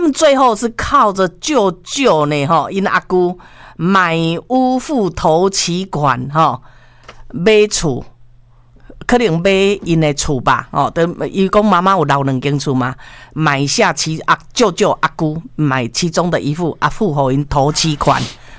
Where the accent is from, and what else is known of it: Taiwan